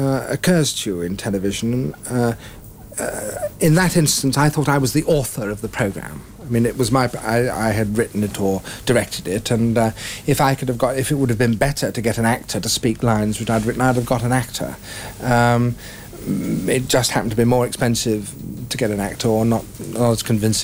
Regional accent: Isleworth, London, United Kingdom; born there; I was born in Isleworth in London.

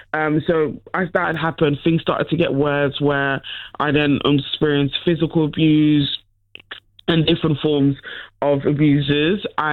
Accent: Netherlands; Growing up, unfortunately, as well, I grew up in the Netherlands. I'd experienced a lot of racism, a lot of bullying

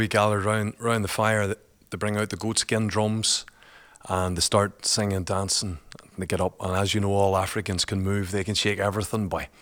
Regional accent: Northern Ireland, United Kingdom; accent: County Derry; trying to dance and speak their language with a County Derry accent.

